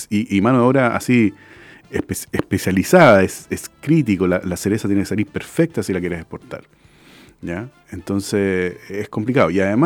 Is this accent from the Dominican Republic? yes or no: no; Chile